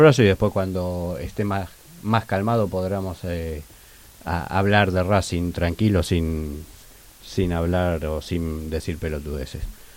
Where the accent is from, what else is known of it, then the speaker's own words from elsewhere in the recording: Buenos Aires, Argentina; en Barracas, de donde yo soy.